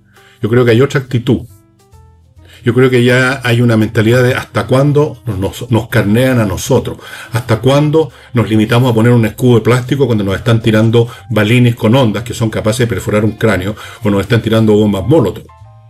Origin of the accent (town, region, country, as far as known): Chile